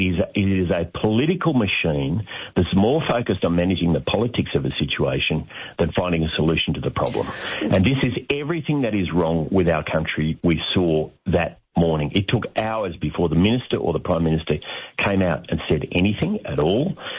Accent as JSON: {"language": "English", "region": "New South Wales", "country": "Australia", "said": "I'm not from Victoria, obviously. I'm from New South Wales. But watching it from the north, I mean, it's extraordinary."}